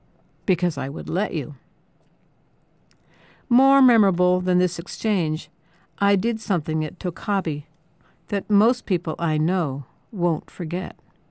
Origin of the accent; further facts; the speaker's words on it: United States; I'm an Indian, after all.